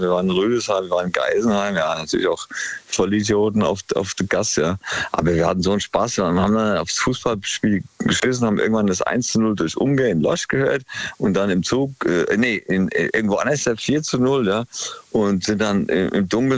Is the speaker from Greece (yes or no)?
yes; Palaikastro, Crete, Greece; Und dann am 5. von Athen übersieht nach auf Kreta, meine Heimat eigentlich, Palli Castro.